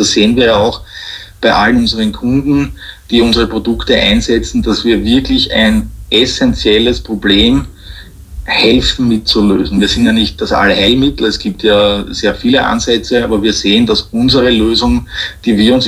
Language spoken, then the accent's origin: German; Austria; Nein, wir kommen ja aus Österreich und wir sind in Österreich.